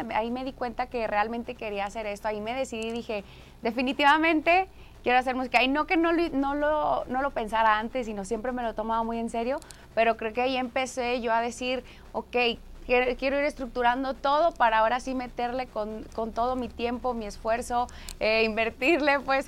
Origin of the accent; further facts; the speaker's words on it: Mexico; lo que soy, pues mexicana, y pues ya lo traemos en las venas.